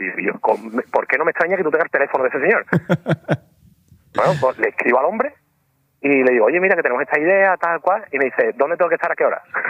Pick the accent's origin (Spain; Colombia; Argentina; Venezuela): Spain; Seville, Andalusia; somos sevillanos.